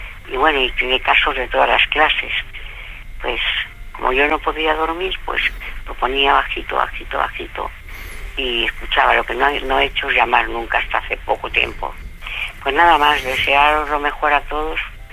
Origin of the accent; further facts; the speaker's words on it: Riaza, Castile and León, Spain; Yo soy de Riaza, de Segovia. Sí.